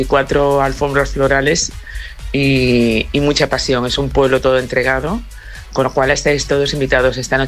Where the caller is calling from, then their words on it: Ponteareas, Galicia, Spain; de Pontareas. Pues nada, nosotros aquí este fin de semana tenemos las fiestas del Corpus Christi